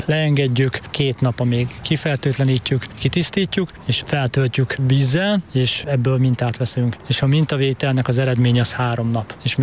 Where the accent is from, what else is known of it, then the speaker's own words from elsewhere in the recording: Békés, Hungary; now in Debrecen, Hungary; Én Békés megyéből jöttem 2 éve párommal, úgyhogy én még nem olyan régóta élek Debrecenben.